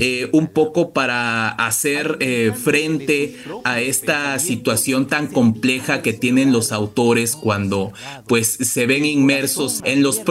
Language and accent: Spanish; Veracruz, Mexico; Somos todos veracruzanos.